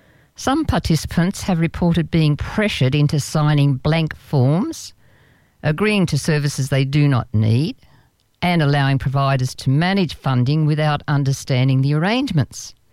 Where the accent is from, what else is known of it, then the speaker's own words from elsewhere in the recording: Australia; So being an Australian taxpayer, I get pretty annoyed